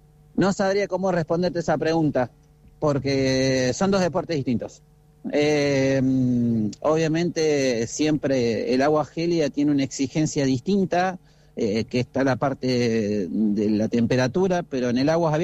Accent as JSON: {"language": "Spanish", "town": "Puerto Madryn", "region": "Chubut", "country": "Argentina", "tie": "born or raised there", "moved": "yes", "lives_now": "Córdoba, Argentina", "said": "siempre mi corazón está con el sur, obviamente, porque fue el lugar donde nací, donde me crié. Bueno, me crié en realidad en Puerto Madryn, y siempre tengo muchos recuerdos y mucho cariño hacia la zona."}